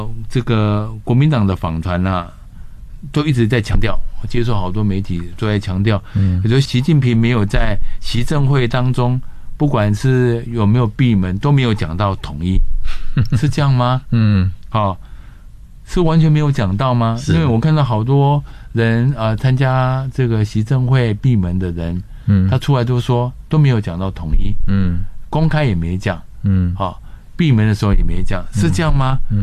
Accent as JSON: {"language": "Chinese", "country": "Taiwan"}